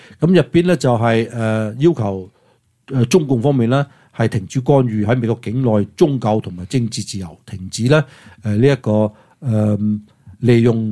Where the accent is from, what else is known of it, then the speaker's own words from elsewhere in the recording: China; 簽個名保護我哋中國人咧係非常之重要嘅一個方式嚟嘅